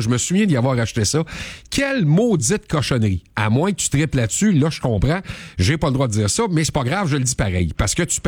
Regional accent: Quebec, Canada; Chez nous, au Québec

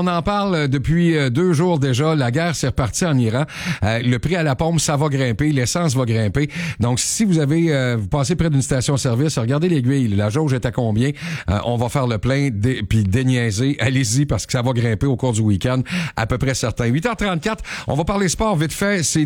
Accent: Quebec, Canada; chez nous au Canada, chez nous au Québec, ici à Gatineau, on est pareil.

